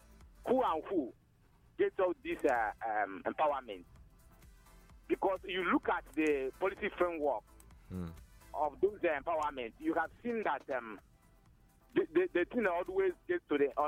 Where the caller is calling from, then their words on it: Nkomoro, Nigeria; Yes, this is the voice of … I am reaching you from Nkomoro in Inyaba, Development Center of Ekwan State.